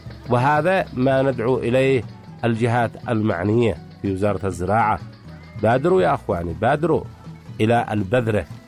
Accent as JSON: {"language": "Arabic", "region": "Tihama", "country": "Yemen"}